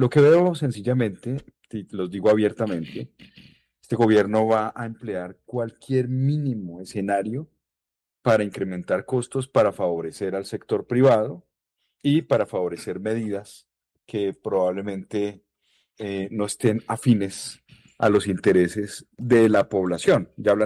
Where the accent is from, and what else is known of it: Colombia